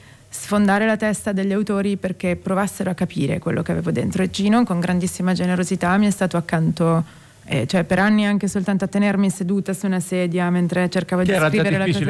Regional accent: Milan, Lombardy, Italy; Ah, ma certo, però sono milanese, quindi questa cosa lombarda del lavoro, sodo, del balaura, questo c'è proprio, ce l'ho dentro radicato.

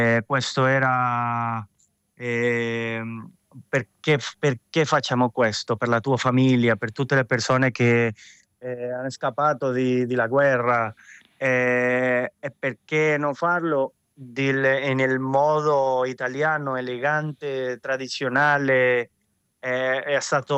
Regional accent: Venezuela; Italian is a second language; Io sono nato in Venezuela e sono innamorato sempre della cultura italiana. Mio padre viene da Bari, è nato in Bari e sempre ho cresciuto con questa, con la mia famiglia italiana in Venezuela.

